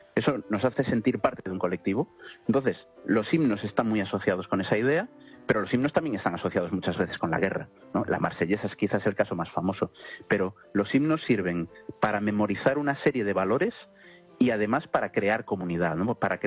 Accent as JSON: {"language": "Spanish", "region": "Galicia", "country": "Spain", "said": "Yo que soy gallego, la música tradicional gallega tiene mucho ritmo ternario."}